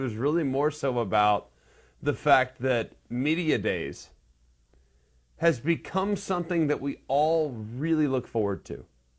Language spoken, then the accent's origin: English; Dallas, Texas, United States; When we went to Dallas, that didn't feel very SEC either, and that's my hometown.